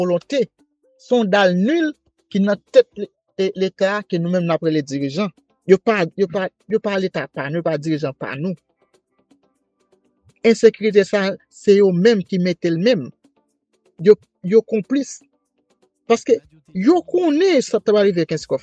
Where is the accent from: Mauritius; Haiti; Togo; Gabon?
Haiti; parce que on est haïtien